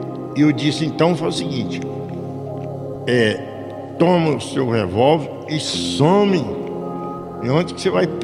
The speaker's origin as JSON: {"language": "Portuguese", "country": "Brazil", "said": "eu sou brasileiro, igual você também, eu moro no Brasil"}